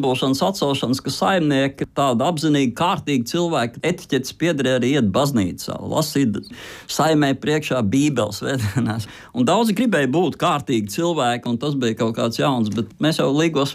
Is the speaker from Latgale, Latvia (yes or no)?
no; Zemgale, Latvia; Es esmu no Zemgales.